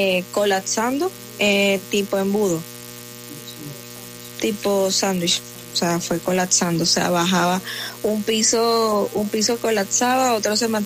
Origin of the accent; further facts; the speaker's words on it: Caracas, Capital District, Venezuela; Yo soy de Caracas, nací en la clínica Loira.